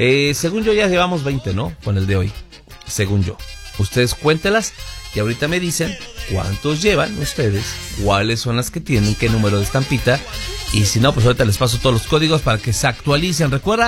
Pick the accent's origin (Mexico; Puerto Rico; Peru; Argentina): Mexico